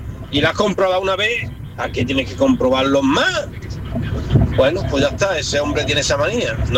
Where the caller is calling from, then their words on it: Málaga, Andalusia, Spain; de Málaga.